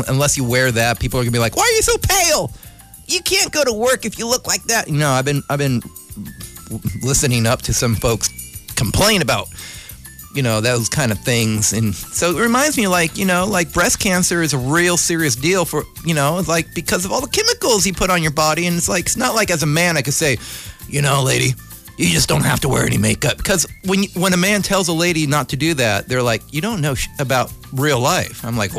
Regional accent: Vallejo, California, United States; accent: Vallejoan; I'm speaking Vallejoan. My accent's Vallejoan. When I talk like this, it's because I'm a Vallejoan.

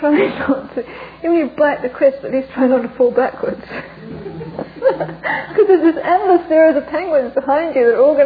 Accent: England, United Kingdom; I'm English, so I was brought up to repress them.

